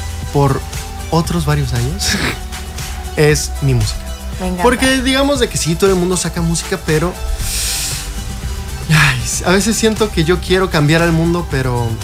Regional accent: Cancún, Quintana Roo, Mexico; Pero realmente yo soy de Cancún. O sea, yo soy de Cancún. Mis vivencias de la vida han sido aquí. Yo me enamoré de la música aquí en Cancún. Yo hice toda mi vida en Cancún

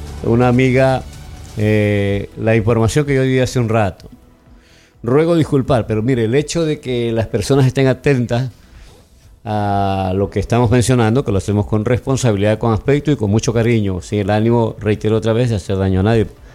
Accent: Portoviejo, Manabí, Ecuador; Mi padre, por si acaso, era de Colón. Yo soy de Puerto Viejo. Mi vieja, mi querida vieja, mi Teresita del alma, ella es de Santana

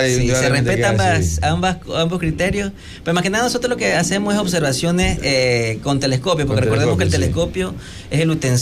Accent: Portoviejo, Manabí, Ecuador; yo soy de Puerto Viejo

